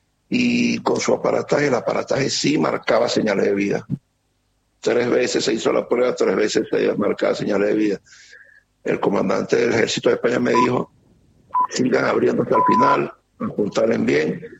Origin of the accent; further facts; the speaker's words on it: El Salvador; Yo vengo de El Salvador, pero como que vinieron a curiosear.